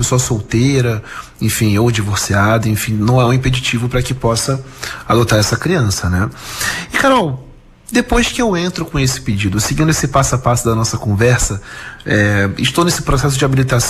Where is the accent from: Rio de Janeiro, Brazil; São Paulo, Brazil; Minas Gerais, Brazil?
Rio de Janeiro, Brazil; Duque de Caxias; born there; eu nasci em Gramacho, Duque de Caxias.